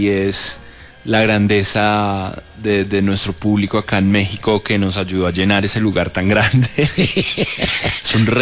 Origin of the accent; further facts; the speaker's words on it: Colombia; tengo un pedacito de mi corazón acá y un pedacito de mi corazón en Colombia